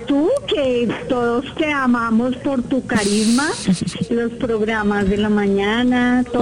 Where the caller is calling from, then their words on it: Bogotá, Colombia; De Bogotá